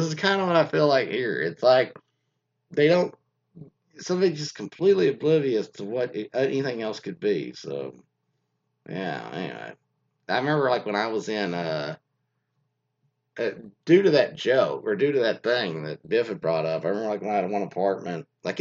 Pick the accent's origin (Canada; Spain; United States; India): Spain; from España, like in Spain.